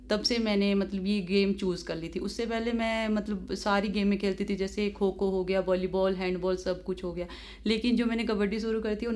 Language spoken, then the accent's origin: Hindi; Bilaspur, Himachal Pradesh, India; moved away as an adult; now in Solan district, India; मैं बिलासपुर की रहने वाली हूँ और मेरे गांव का नाम है कुमझवाड़।